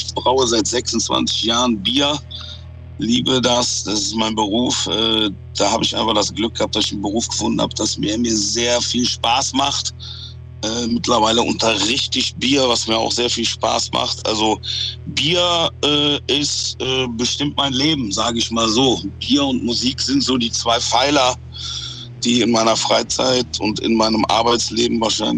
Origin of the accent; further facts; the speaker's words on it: Cologne, North Rhine-Westphalia, Germany; Das sieht man so bei uns in Kölle, weil, wie man hören kann, komme ich aus Kolonia.